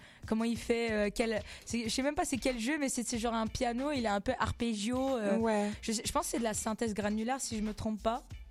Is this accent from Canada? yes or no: yes; Blainville, Quebec, Canada; born there; also born or lived in Laval / Boisbriand; j'ai vécu une partie de mon enfance à Blainville, Laval. Je suis allée à l'école à Boisbriand.